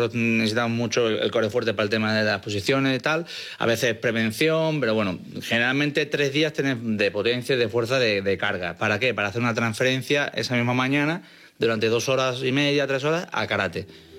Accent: Málaga, Andalusia, Spain; moved away as an adult; Yo soy de Málaga, obviamente, estudié el bachillerato en Málaga. Y cuando me iba a mudar, en el 2002 estamos hablando, estaba o Madrid

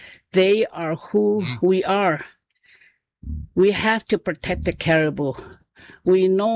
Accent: Arctic Village, Alaska, United States; I'm from Arctic Village, Alaska.

